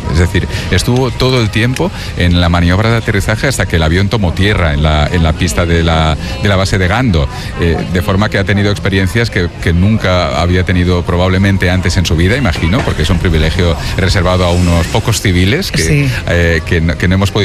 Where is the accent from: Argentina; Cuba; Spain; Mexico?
Spain; Barcelona, Catalonia